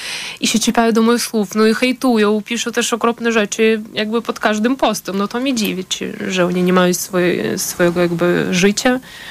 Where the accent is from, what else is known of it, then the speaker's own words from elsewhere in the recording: Ukraine; nie będę wszystkich bronić, bo jestem Ukrainką.